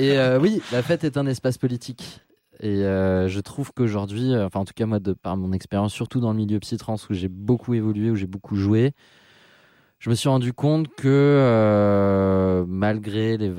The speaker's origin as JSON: {"language": "French", "town": "Nantes", "region": "Pays de la Loire", "country": "France", "tie": "born or raised there", "said": "Non, je viens de région nantaise. Enfin, j'ai grandi à Nantes"}